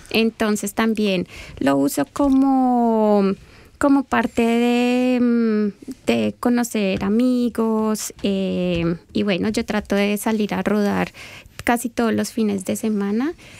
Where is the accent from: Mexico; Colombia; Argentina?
Colombia; moved away; cuando yo llegué aquí, no había la comunidad tan grande como la hay ahora. De hecho, yo decía, soy colombiana